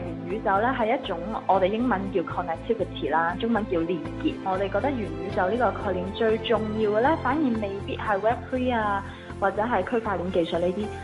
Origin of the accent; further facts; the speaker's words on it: Hong Kong; 我是一个香港土生土长的创业者啦，读书嘅时候喺外国多啲。